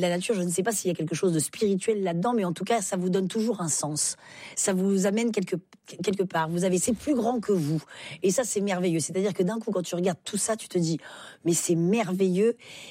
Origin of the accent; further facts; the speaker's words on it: Occitanie, France; Oui, il faut dire que je viens des Cévennes.